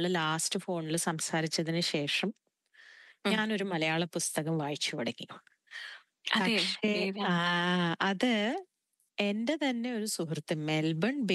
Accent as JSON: {"language": "Malayalam", "town": "Guruvayur", "region": "Kerala", "country": "India", "said": "എനിക്കത് ഗുരുവായൂരുള്ള കഥയാണ്."}